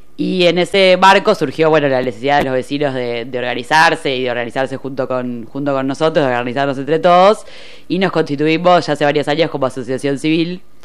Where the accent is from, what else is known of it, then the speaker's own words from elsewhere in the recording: La Plata, Buenos Aires Province, Argentina; Me crié acá en Villa Elvira, cerca de Alto de San Lorenzo